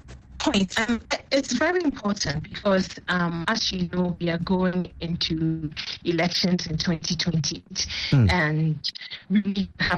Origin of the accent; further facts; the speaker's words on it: Ghana; As a Ghanaian, you have the right to compete, you know, in an election.